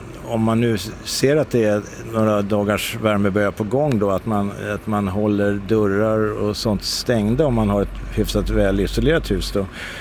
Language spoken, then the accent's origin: Swedish; Gnesta, Södermanland, Sweden; Vi kommer ifrån Gnesta.